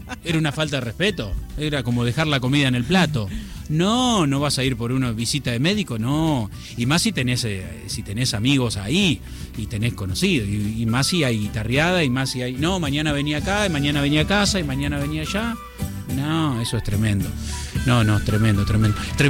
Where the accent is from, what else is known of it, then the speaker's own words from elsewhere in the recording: Las Toscas, Buenos Aires Province, Argentina; allá en mi pueblo, un pueblo así de 400 habitantes, era Las Toscas